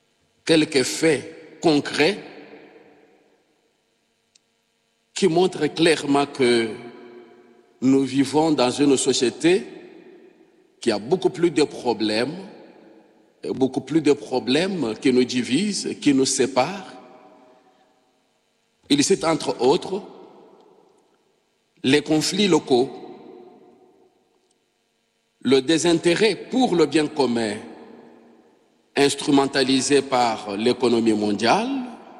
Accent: DR Congo; Chez moi, en République démocratique du Congo

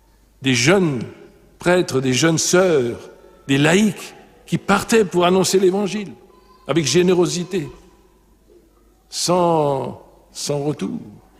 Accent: Brittany, France; moi je suis breton

